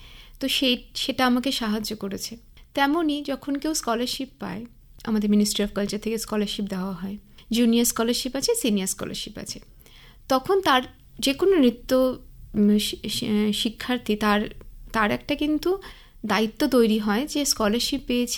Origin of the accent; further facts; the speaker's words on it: Jalpaiguri, West Bengal, India; also born or lived in Kolkata; যেহেতু আমি জলপাইগুড়িতেই বড় হয়েছি